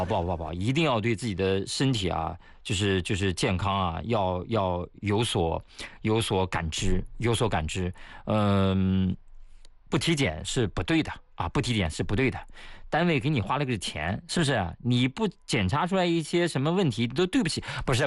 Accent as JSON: {"language": "Chinese", "region": "Shanxi", "country": "China", "tie": "born there", "moved": "yes", "said": "我们老家都是啊，汾酒嘛，啊，清香型的嘛。"}